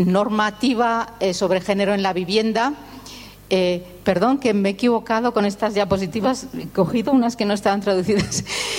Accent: Spain

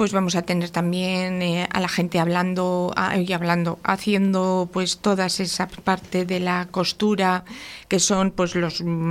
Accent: Laredo, Cantabria, Spain

